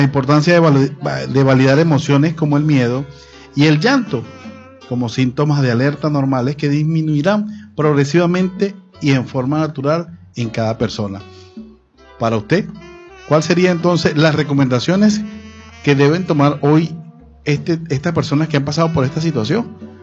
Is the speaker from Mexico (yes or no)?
no; Lara, Venezuela; Debemos apoyarnos como venezolanos, como guaros.